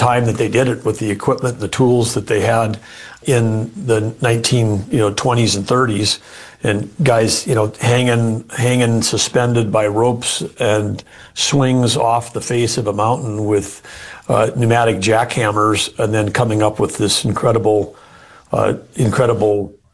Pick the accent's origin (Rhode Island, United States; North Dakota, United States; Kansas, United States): North Dakota, United States; Growing up in North Dakota